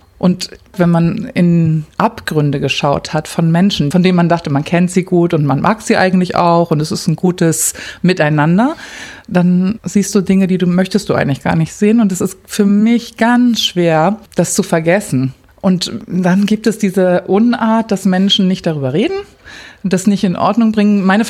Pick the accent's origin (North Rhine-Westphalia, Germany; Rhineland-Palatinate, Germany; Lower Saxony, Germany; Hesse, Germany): Lower Saxony, Germany; Cuxhaven; also born or lived in Hamburg / Berlin; Ich bin eine Hamburgerin und genau, und dann in Cuxhaven groß geworden und habe mein Leben lang nur in Westdeutschland gelebt.